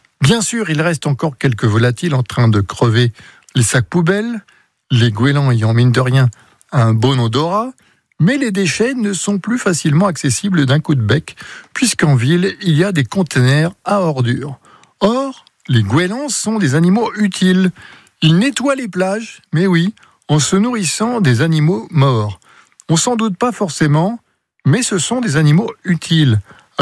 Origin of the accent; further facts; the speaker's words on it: Brest, Brittany, France; born there; Quand j'étais jeune, j'habitais à Brest, près d'une décharge publique qui était survolée en permanence par un nuage de goélands.